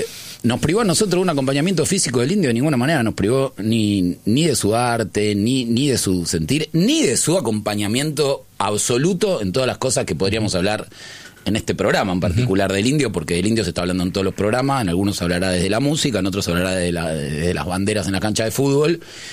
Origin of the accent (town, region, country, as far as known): Buenos Aires, Argentina; born or raised there